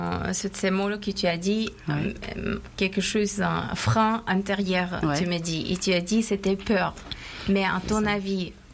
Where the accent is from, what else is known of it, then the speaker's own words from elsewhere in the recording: Afghanistan; moved away; je suis originaire de l'Afghanistan.